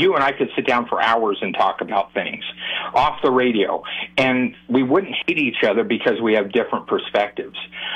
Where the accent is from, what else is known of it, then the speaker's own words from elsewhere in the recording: San Luis Obispo, California, United States; growing up in San Luis Obispo